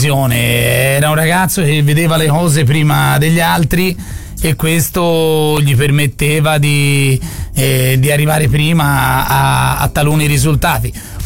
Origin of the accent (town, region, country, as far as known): Florence, Tuscany, Italy